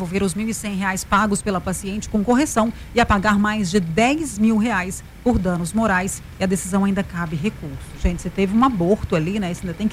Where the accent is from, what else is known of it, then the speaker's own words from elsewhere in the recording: Patrocínio, Minas Gerais, Brazil; moved away; E eu sou de Patrocínio, lá do Triângulo Mineiro, que fica umas 7, 8 horas daqui.